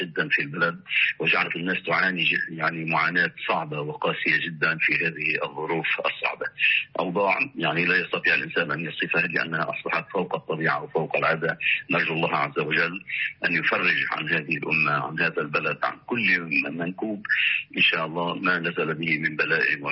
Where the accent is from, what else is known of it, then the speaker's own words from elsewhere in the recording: Lebanon; عندنا في لبنان